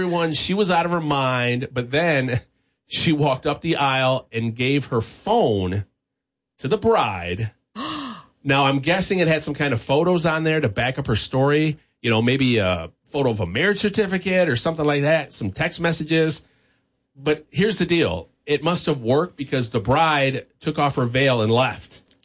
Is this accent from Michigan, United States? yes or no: yes; Battle Creek, Michigan, United States; Battle Creek, my hometown, Serial City.